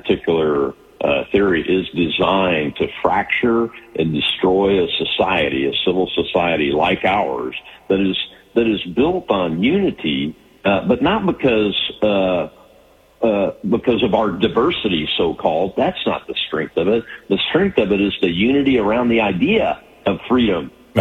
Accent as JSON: {"language": "English", "region": "Tennessee", "country": "United States", "tie": "born or raised there", "said": "My dad was in the Air Force too, so I've traveled most of my life, including in my 30-plus years in the Air Force. But my origins come right out of West Tennessee"}